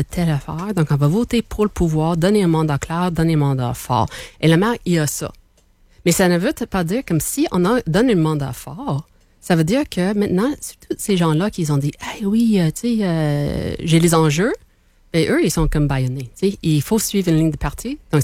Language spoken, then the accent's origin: French; Hamilton, Ontario, Canada; moved away; ma ville natale a été choisie.